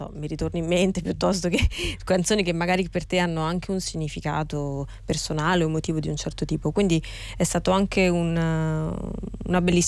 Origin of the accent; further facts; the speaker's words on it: Rome, Lazio, Italy; io sono romana